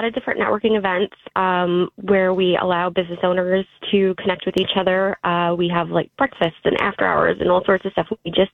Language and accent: English; Brick, New Jersey, United States; I am, yes. I was raised in Brick. I went to all the Brick schools.